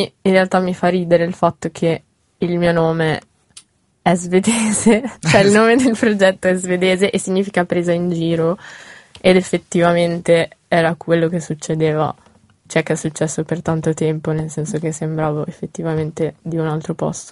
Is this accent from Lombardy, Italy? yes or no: yes; Desenzano del Garda, Lombardy, Italy; ma anche perché io vengo dal lago di Garda